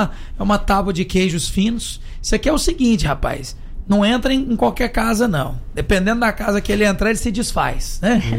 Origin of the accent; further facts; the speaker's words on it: Goiás, Brazil; eu sou goiano